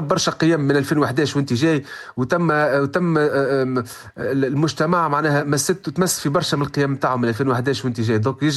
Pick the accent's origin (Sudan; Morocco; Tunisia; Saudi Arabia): Tunisia; عندنا في تونس